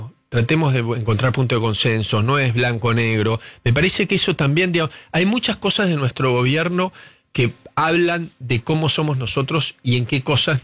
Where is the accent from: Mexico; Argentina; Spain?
Argentina